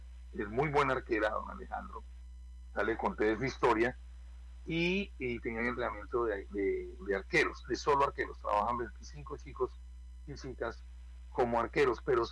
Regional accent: Colombia; en Colombia, como todo lo queremos gratis, y sobre todo en mi tierra

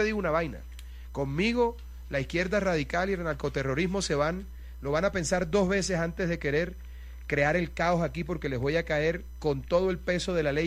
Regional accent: Caribbean Region, Colombia; Los costeños somos así. Los costeños somos muy particulares.

